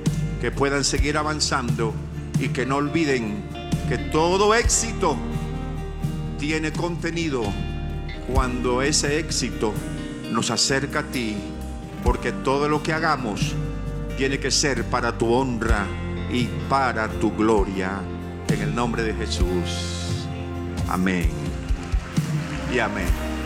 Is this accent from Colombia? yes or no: yes; Colombia; somos colombianos y hay un mundial de fútbol, y allí está Colombia